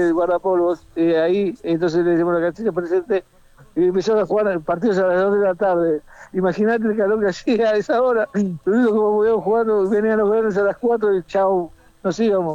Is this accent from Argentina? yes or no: yes; Castelar, Buenos Aires Province, Argentina; born there; Sí, de pie en Castelar.